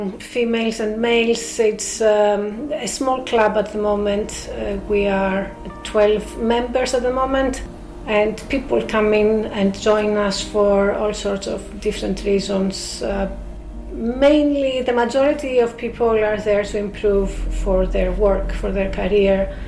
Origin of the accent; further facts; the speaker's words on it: Greece; first language Greek; English is a second language; you can tell that I am non-native English speaker. My first language is Greek.